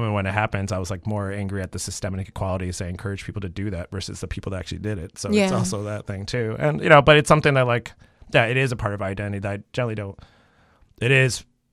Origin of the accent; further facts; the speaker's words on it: Chicago, Illinois, United States; grew up in Chicago, and I grew up in Logan Square, so it was very bikeable already, even in the 80s.